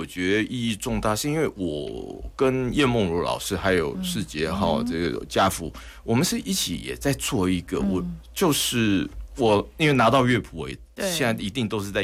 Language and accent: Chinese; Taiwan